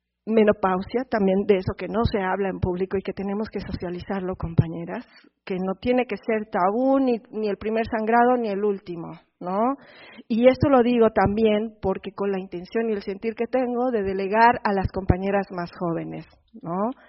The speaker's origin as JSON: {"language": "Spanish", "region": "Morelos", "country": "Mexico", "said": "porque yo soy de Morelos, mi comunidad, mi casa está en medio equidistante entre el volcán y la termoeléctrica."}